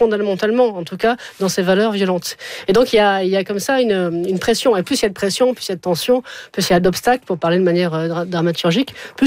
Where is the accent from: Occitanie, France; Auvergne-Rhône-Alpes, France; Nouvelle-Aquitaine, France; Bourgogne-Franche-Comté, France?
Occitanie, France; Montpellier; born there